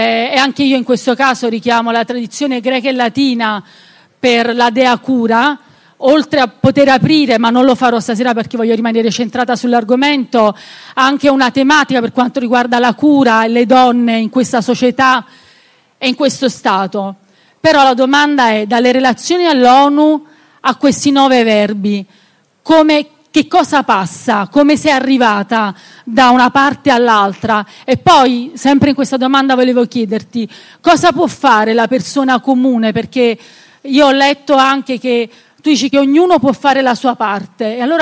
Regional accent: Naples, Campania, Italy; Io sono campana come te, tu vieni da Ariano Irpino, io da Napoli. Siamo quasi dello stesso anno, tu sei più giovane di me.

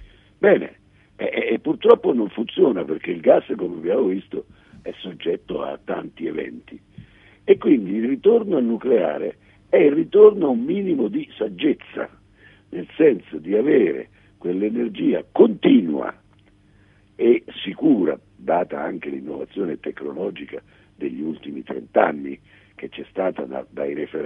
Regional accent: Macerata, Marche, Italy; nel mio paese a Macerata

